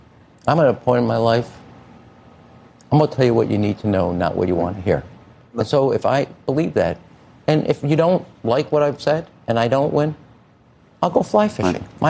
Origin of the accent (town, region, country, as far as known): United States